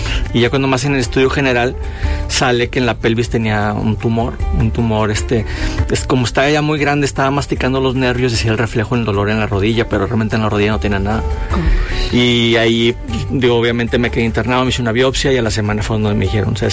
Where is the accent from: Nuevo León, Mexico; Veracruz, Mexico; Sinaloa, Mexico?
Nuevo León, Mexico; Monterrey; un regio orgulloso de ser de aquí